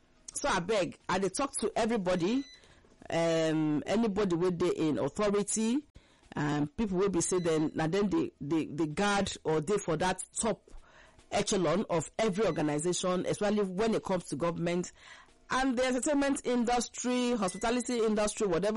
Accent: Akwa Ibom, Nigeria; I'm married to Abian man, I'm from Akwa Ibom.

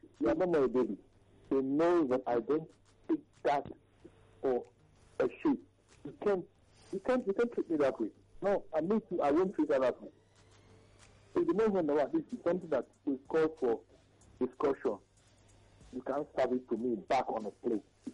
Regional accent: Warri, Delta, Nigeria

